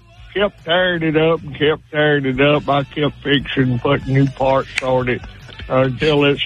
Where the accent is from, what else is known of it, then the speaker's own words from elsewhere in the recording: Tuscaloosa, Alabama, United States; No, I'm from Tuscaloosa.